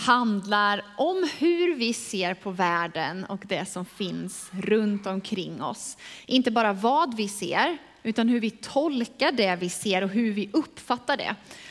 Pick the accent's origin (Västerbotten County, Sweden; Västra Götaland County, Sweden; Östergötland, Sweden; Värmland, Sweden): Västra Götaland County, Sweden; Falköping; jag har vuxit upp i Falköping